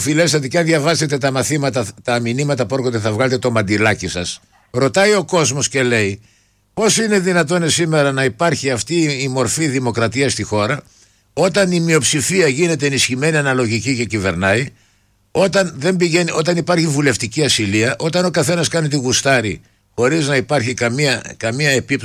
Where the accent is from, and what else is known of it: Greece